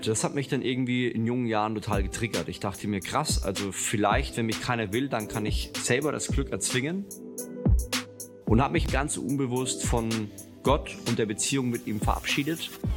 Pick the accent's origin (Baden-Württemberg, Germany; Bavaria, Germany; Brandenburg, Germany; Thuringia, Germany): Bavaria, Germany; Würzburg; Ich bin in Würzburg aufgewachsen, christlich erzogen worden.